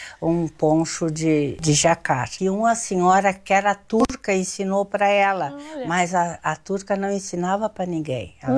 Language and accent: Portuguese; Pinheiro Machado, Rio Grande do Sul, Brazil; born there; Eu nasci em Pinheiro Machado, no município de Pinheiro Machado.